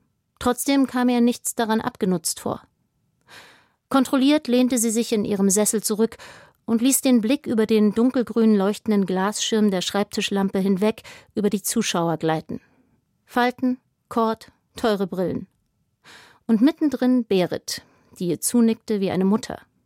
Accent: Spandau, Berlin, Germany; Denn wenn ich das dort erzähle, wo ich aufgewachsen bin, in der Schlange vor der Spandauer Tafel, da lachen die mich aus.

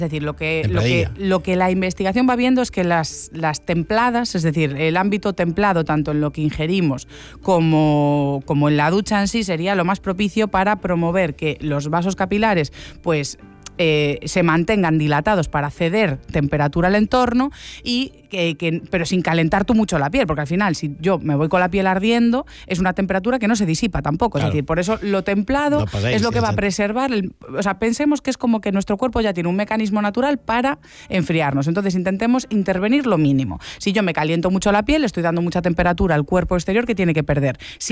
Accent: Galicia, Spain; como gallega, que esto era un poco un chiste de, pues, el costumbrismo de un poquito de calor

